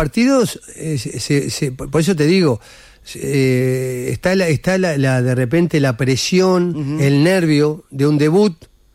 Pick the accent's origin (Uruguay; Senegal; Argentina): Uruguay; Yo soy uruguayo, claro.